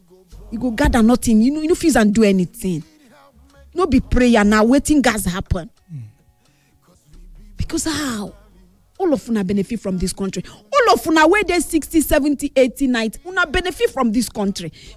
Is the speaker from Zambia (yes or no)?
no; Nigeria; yes, I'm a Nigerian.